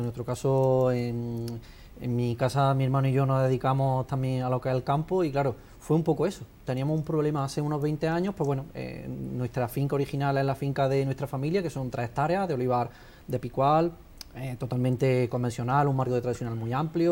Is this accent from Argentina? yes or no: no; Arjona, Andalusia, Spain; yo soy de Arjona, mi formación es ingeniero agrónomo